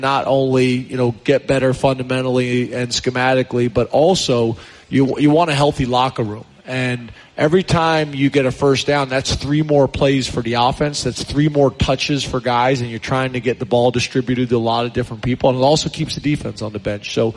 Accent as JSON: {"language": "English", "region": "Pennsylvania", "country": "United States", "tie": "born or raised there", "moved": "yes", "said": "She lives in a house that we grew up in just outside of Philadelphia."}